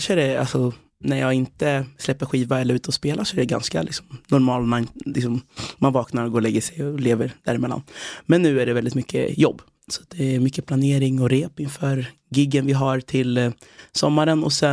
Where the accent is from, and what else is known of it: Tällberg, Dalarna County, Sweden; born there; moved away as an adult; also born or lived in Congo / Uganda; now in Stockholm, Sweden